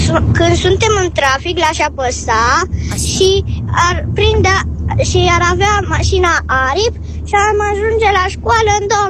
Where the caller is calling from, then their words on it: Alba Iulia, Alba County, Romania; din Alba Iulia. Am 8 ani